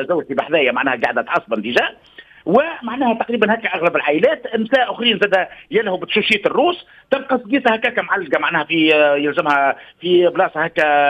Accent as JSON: {"language": "Arabic", "country": "Tunisia", "said": "خلينا نقولوا احنا حلويات الجنوب الشرقيه"}